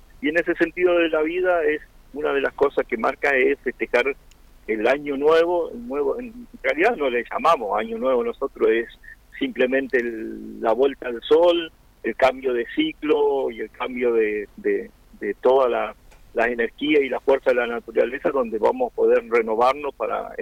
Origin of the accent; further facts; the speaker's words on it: Chubut, Argentina; born there; now in Puerto Santa Cruz, Argentina; Sí, yo nací en Chubut.